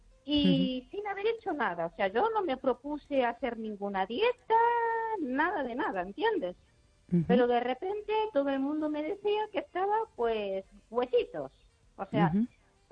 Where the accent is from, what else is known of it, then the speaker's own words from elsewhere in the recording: Ourense, Galicia, Spain; aquí de Orense, ¿sabes?